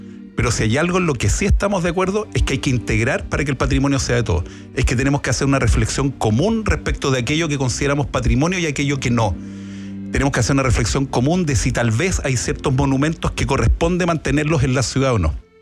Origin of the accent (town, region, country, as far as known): Chile